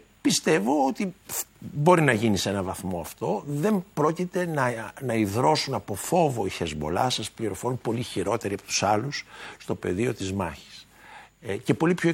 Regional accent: Greece; σε σχέση με τα συμφέροντα της χώρας μου.

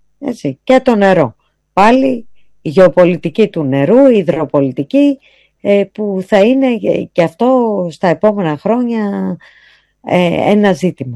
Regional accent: Central Greece, Greece; now in Athens, Greece; είμαι κατάγομαι από τη Φθιώτιδα

